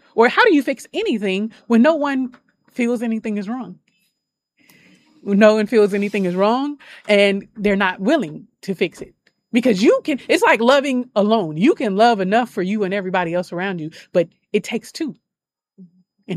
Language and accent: English; Oakland, California, United States; I was born and raised. I'm from Oakland, but I went to high school, Berkeley.